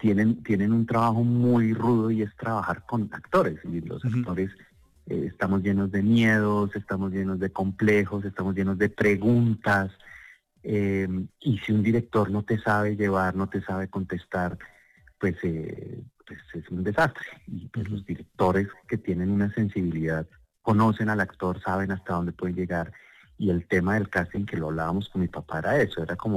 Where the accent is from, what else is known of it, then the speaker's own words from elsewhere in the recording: Colombia; yo era colombiano